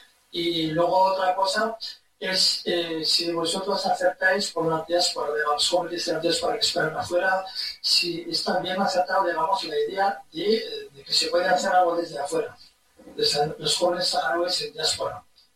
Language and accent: Spanish; Rif, Morocco; moved away; soy del norte, de Rifi, especialmente, soy de la zona de Rifi y Refino, de Visa.